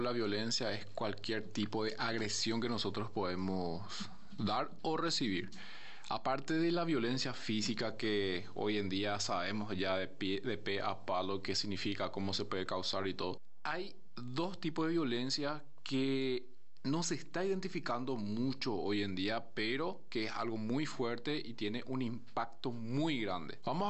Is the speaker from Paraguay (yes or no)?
yes; Paraguay; acá como paraguayo